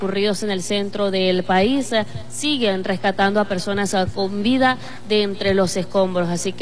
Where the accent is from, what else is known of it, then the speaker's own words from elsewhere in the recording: Venezuela; nosotros que como pueblo venezolano nos sumamos en oración